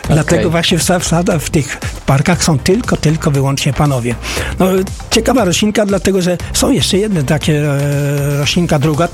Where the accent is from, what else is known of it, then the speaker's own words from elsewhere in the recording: Lesko, Subcarpathian Voivodeship, Poland; U nas w Lesku jest to technikum leśne